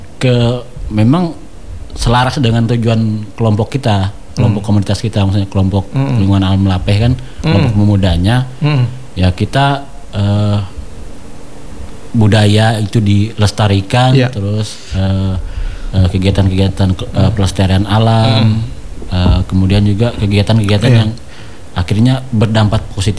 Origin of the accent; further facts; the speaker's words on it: Indonesia; kalau saya asli orang Lape, saya orang Dayak.